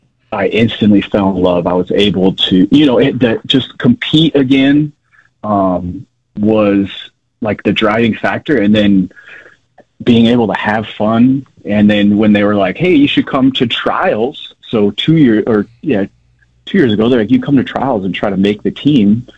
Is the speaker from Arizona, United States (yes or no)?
yes; Tucson, Arizona, United States; Favorite individual is swimming, just because I grew up swimming in Tucson. I swam until I was probably 12, 13. And when I got to high school, Marana didn't have a swim team back then.